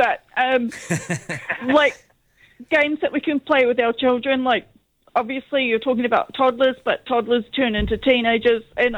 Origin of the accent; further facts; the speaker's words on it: Hamilton, Waikato, New Zealand; now in Auckland, New Zealand; I'm actually from Hamilton. I'm not from Auckland. So, but I do live here.